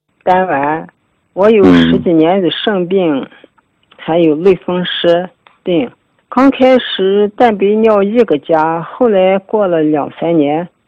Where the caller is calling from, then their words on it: Changji, Xinjiang, China; 我来自新疆昌吉地区的，今年68岁